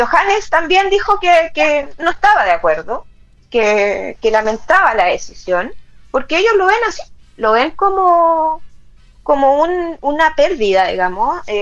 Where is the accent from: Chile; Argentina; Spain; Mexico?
Chile; No, y además que no, si nosotros necesitábamos como chilenos que salieran, chao.